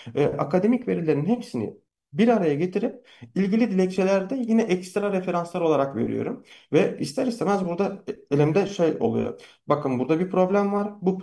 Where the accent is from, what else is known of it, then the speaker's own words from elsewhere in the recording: Kurtalan, Siirt Province, Turkey; moved away; also born or lived in Gaziantep; Siirt'in Kurtalan ilçesinde büyüdüm. Ben babam saat tamircisi, biz Gaziantepliyiz normalde. Orası da bizim ikinci memleketimiz oldu.